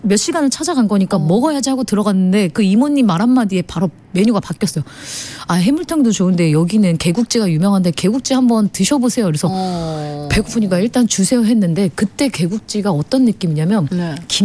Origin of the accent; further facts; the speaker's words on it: Seoul, South Korea; also born or lived in Jeolla; 저 서울 사람.